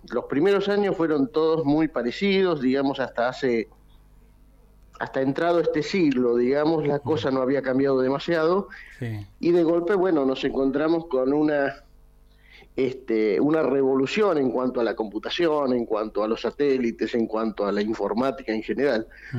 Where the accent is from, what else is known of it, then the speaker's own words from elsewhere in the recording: Buenos Aires, Argentina; born there; moved away; Yo nací en Capital, en Capital Federal. Y me vine acá en el año 86, así que mirá, se cumplen 40 años.